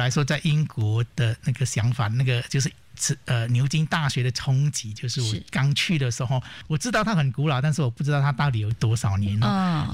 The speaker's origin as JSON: {"language": "Chinese", "country": "Malaysia", "tie": "born or raised there", "also_born_or_lived": "Singapore / United Kingdom", "moved": "as an adult", "lives_now": "Taiwan", "said": "因为我本身也是留学生这样子哈、那我是在马来西亚念完小学、中学、大学之后呢，才到新加坡大学去念博士这样子哈、"}